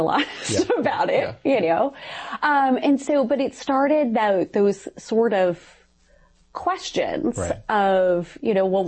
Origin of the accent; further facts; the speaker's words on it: Ohio, United States; So I grew up in a very rural part of Ohio.